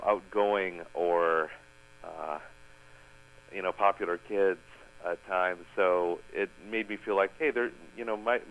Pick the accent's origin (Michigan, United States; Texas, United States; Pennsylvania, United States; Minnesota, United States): Minnesota, United States; Hastings; also born or lived in Waconia / Jonathan / Owatonna; I was born in Waconia, Minnesota. Didn't spend much time there, but my family moved around through southeastern Minnesota. I lived in a community called Jonathan, which is now part of Chaska, and then Owatonna, and then finally Hastings.